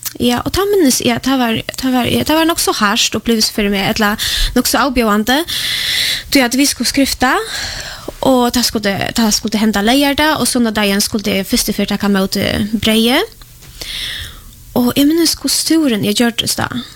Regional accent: Poland; now in Sweden; jag är född och uppvuxen I Polland och en äldre lärare byggt och jag är uppvuxen I en katolska familj

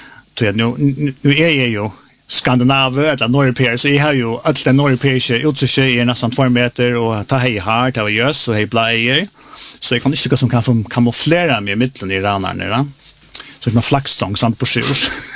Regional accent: Denmark; Swedish is a second language; Kjallt om jag är danska rutschborgare, jag har danspass.

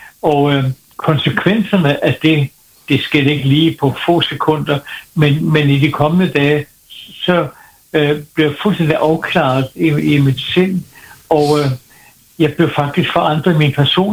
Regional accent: Copenhagen, Capital Region of Denmark, Denmark; jeg voksede op i Tabor-menigheden i København, der var en stor ungdomsflok

